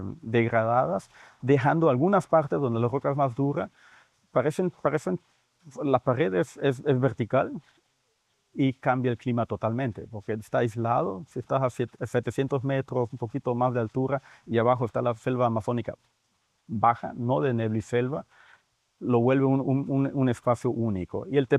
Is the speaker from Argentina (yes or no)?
no; Colombia; porque realmente es imposible no estar orgulloso como colombiano de Chiribiquete